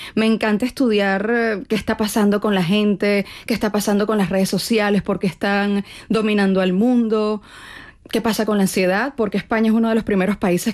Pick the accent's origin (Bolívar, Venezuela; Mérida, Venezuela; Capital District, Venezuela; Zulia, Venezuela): Capital District, Venezuela; Caracas; born there; la tierra de las arepas